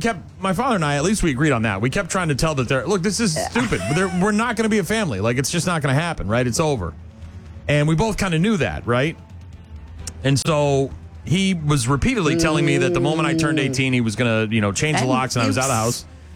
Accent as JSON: {"language": "English", "town": "Nashua", "region": "New Hampshire", "country": "United States", "tie": "born or raised there", "moved": "yes", "said": "We lived, we moved into a house on Syracuse Road in Nashua, New Hampshire, my hometown. And I grew up there. I spent most of my life there until, well, my early life, till I was about, when I was 16"}